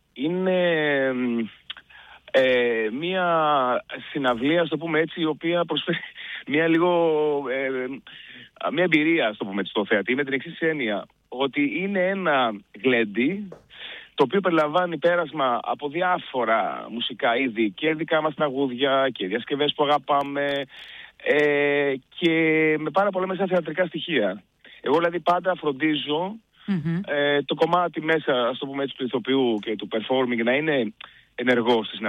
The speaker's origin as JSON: {"language": "Greek", "town": "Thessaloniki", "region": "Central Macedonia", "country": "Greece", "moved": "yes", "lives_now": "Athens, Greece", "said": "εγώ είμαι από τη Θεσσαλονίκη, όπως μπορεί να γνωρίζετε."}